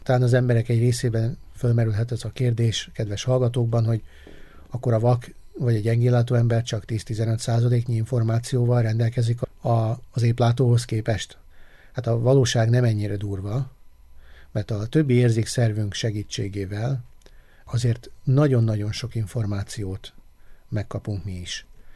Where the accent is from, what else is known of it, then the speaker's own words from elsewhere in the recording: Kaposvár, Somogy, Hungary; born there; Aztán, amikor az általános iskolát befejeztem, akkor gimnáziumba kerültem, már otthon Kaposváron.